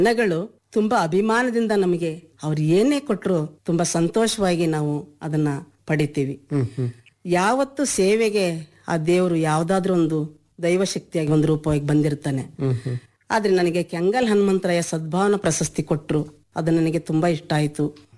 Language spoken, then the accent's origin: Kannada; Shivamogga district, Karnataka, India; ಬೆಂಗಳೂರಿನಲ್ಲಿ ನಮ್ಮ ಶಿವಮೊಗ್ಗ ಜಿಲ್ಲೆ ನಾನು ಒಬ್ಳೆ ಭಾಗವಹಿಸಿದ್ದೆ.